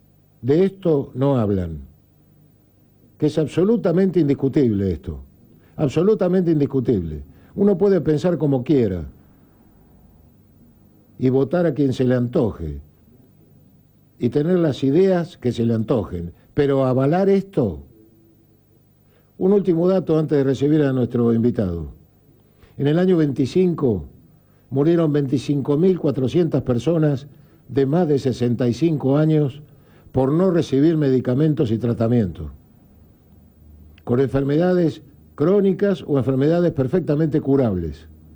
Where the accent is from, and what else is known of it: Argentina